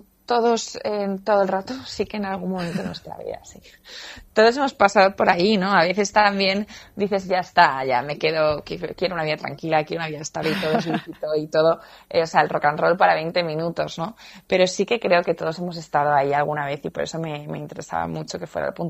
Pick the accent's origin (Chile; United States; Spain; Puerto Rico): Spain; Zaragoza, Aragon; yo soy de Zaragoza